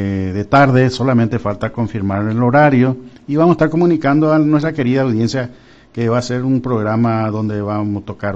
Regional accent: Asunción, Asunción Capital District, Paraguay; born there; Yo nací en la Cruz Blanca. La Cruz Blanca que queda sobre Rodríguez, Francia y Juan y Oleari. En el centro mismo es de Asunción. Entonces, por eso lo que hablo más castellano que el guaraní.

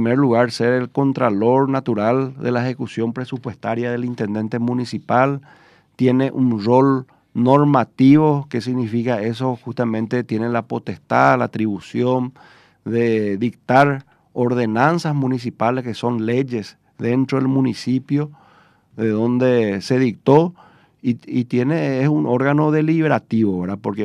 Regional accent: Pedro Juan Caballero, Amambay, Paraguay; Tengo todavía mucho para servir para mi pueblo, donde yo nací, me crié, me malcrié, y quiero seguir sirviendo a toda la ciudadanía de Pedro Juan Caballero.

